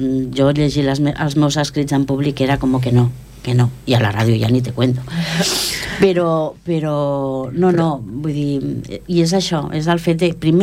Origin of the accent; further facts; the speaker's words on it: Esplugues de Llobregat, Catalonia, Spain; l'Agost i jo sí que ens perquè som d'Esplugues